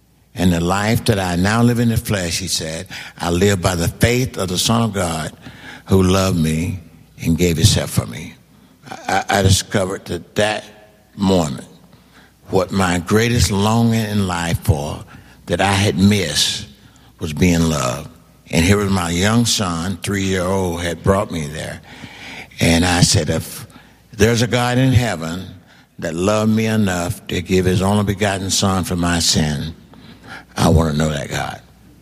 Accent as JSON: {"language": "English", "region": "Mississippi", "country": "United States", "said": "because I was coming from Mississippi. And I remember that we had been semi-slaves, so I understood that."}